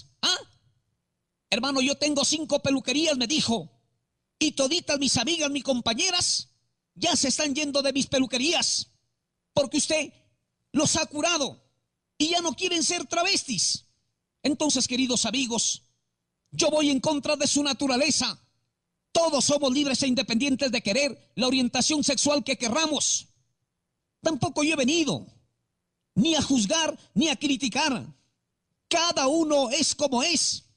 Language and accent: Spanish; Tabaloso, San Martín, Peru; ¿de qué lugar eres tú? De Tabaloso.